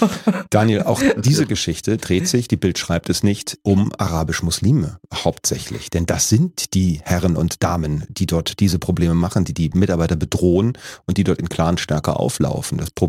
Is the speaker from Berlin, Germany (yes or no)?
yes; Berlin, Germany; als Berliner